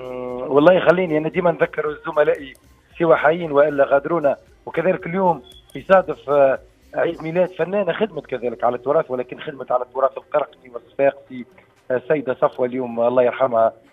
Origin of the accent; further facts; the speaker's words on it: Tunisia; نكونوا فخورين جدا بانتمائنا الى بلادنا تونس العزيزه.